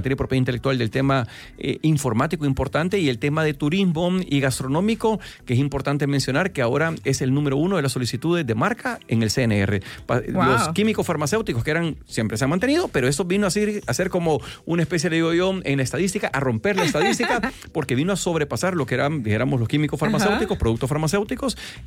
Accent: El Salvador

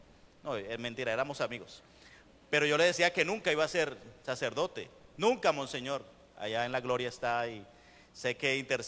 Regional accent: Venezuela; moved away as an adult; now in Colombia; Pero en Venezuela, porque yo soy venezolano. Tengo 10 años viviendo en Colombia. Pero antes de esos 10 años vivía en mi país

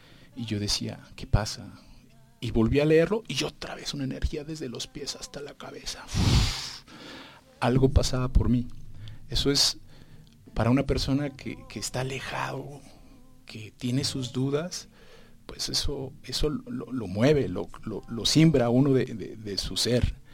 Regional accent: Mexico; como ya lo saben, soy mexicano. Yo vengo de una familia muy tradicional, pero cuando digo tradicional es porque toda mi familia ha sido católica, porque mis papás son católicos, porque mis abuelos son católicos

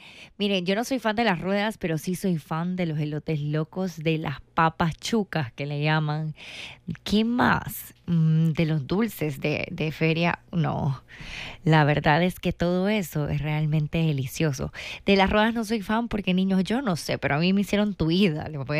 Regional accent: La Unión, El Salvador; moved away; En mi pueblo, allá en Oriente, en Santa Clarita o en Pasajena La Unión

